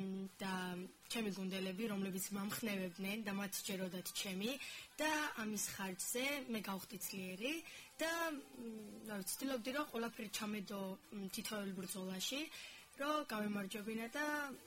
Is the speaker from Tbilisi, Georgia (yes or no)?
no; Adjara, Georgia; აჭარიდან ვარ